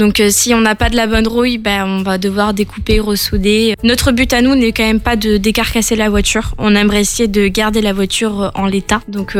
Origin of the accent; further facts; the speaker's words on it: Saint-Estèphe, Nouvelle-Aquitaine, France; je suis originaire de Saint-Estèphe.